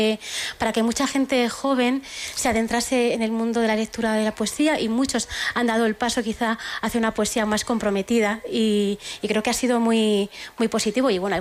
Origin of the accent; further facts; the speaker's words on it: Soria, Castile and León, Spain; now in Madrid, Spain; venimos de Madrid, pero jugamos en casa porque somos sorianas, y la verdad es que estar en Soria siempre es estar en casa.